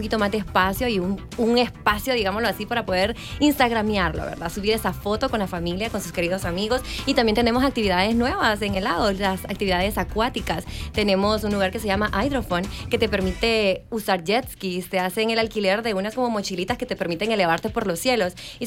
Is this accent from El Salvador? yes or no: yes; Ilopango, San Salvador, El Salvador; estoy muy orgullosa de pertenecer, nacer, crecer y representar a mi querido Ilopango.